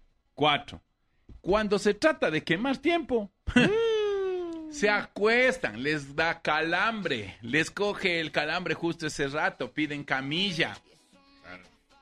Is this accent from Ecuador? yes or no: yes; Ecuador; que somos campeones los ecuatorianos